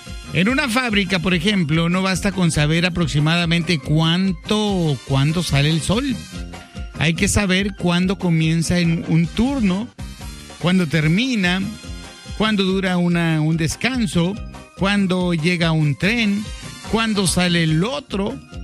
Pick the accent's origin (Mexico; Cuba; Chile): Mexico; Moctezuma, Sonora; moved away; Yo me acuerdo cuando era morrito, sí, porque una vez fui morrito, déjeme decirle, en mi pueblo de Tangamandapio, allá, en Moctezuma, Sonora